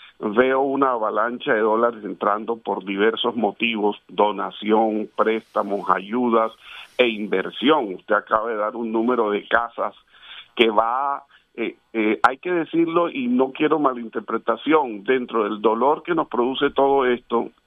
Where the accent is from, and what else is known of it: Colombia